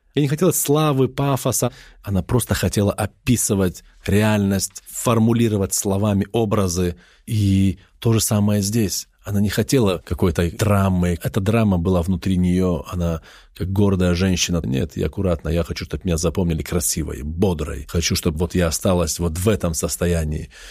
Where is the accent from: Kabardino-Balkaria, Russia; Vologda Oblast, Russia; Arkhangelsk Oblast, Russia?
Kabardino-Balkaria, Russia; Nalchik; Я сам из Нальчика.